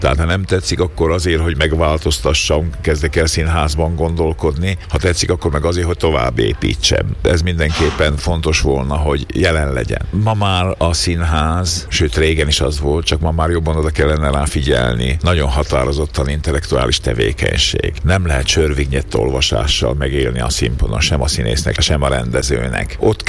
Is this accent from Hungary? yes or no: no; Šahy, Nitra Region, Slovakia; moved away; szülővárosom